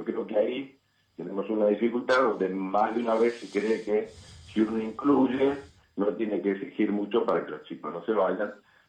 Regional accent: Argentina

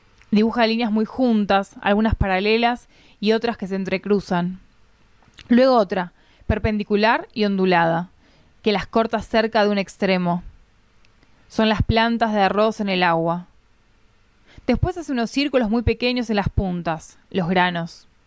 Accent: Argentina; born or raised there

